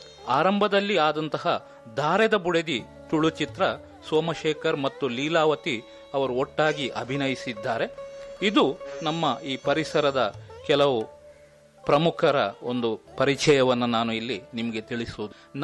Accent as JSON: {"language": "Kannada", "town": "Mangalore", "region": "Karnataka", "country": "India", "said": "ನಮ್ಮ ಊರಿನ ಹೆಸರು ಬೋಳೂರು ಆದರೂ ಕೂಡ ಇದು ತೆಂಗು ಬಾಳೆ ಮರ ಗಿಡಗಳಿಂದ ತುಂಬಿರುವ ಸುಂದರ ನದಿ ನಾರೆಯನ್ನು ಕೂಡ ಹೊಂದಿರುವ"}